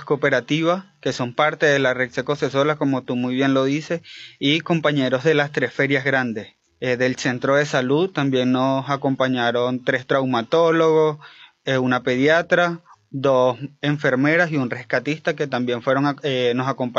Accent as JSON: {"language": "Spanish", "country": "Venezuela", "said": "esa empatía que nos brindamos como venezolanos"}